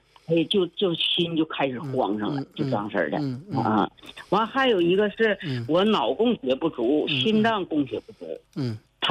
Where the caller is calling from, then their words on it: Taonan, Jilin, China; 吉林省洮南市